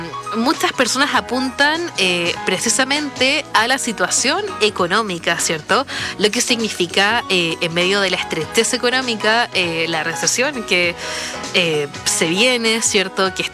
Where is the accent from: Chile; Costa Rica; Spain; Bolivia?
Chile; y acá siguen saliendo perjudicados nosotros, que somos los chilenos de la clase media, clase media baja.